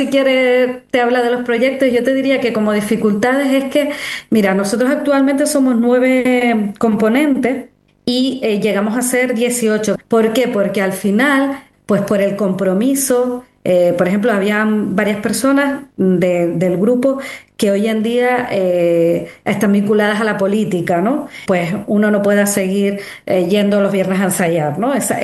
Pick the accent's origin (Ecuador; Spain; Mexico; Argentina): Spain; San Juan de la Rambla, Canary Islands; Nosotros somos de aquí de San Juan de la Rambla